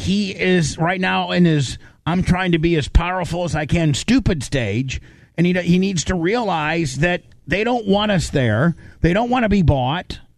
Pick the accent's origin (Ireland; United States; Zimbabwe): United States; we're from American and we're called Americans?